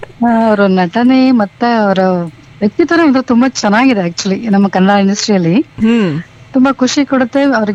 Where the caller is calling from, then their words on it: Bengaluru, Karnataka, India; ಬೆಂಗಳೂರಿಂದ.